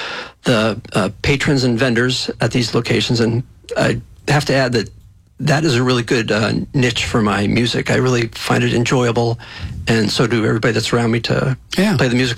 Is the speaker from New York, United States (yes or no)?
no; Alameda, California, United States; in Alameda, my hometown